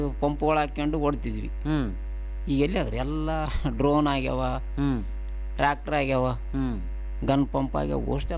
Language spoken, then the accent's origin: Kannada; Arashinagi, Karnataka, India; ನಾನು ಅರಶಿಣಿಯಲ್ಲಿ ಬಿಟ್ಟು ಇನ್ನೊಂದೂರ ಮಕ್ಕಂಡಿಲ್ರಿ.